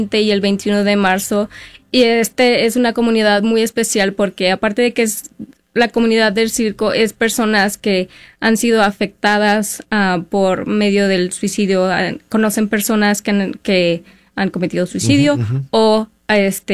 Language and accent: Spanish; Mexico; moved away; yo soy mexicana.